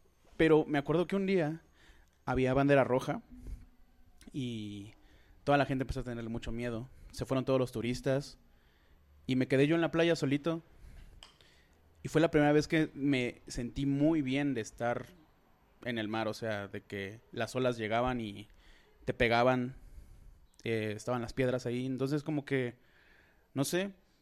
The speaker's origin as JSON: {"language": "Spanish", "region": "Veracruz", "country": "Mexico", "tie": "born or raised there", "moved": "yes", "said": "Yo soy de Veracruz. Viví mucho tiempo tanto alternando de aquí hasta allá. La casa de mi abuela, que es donde estaba al principio, estaba como a 4 calles de la playa."}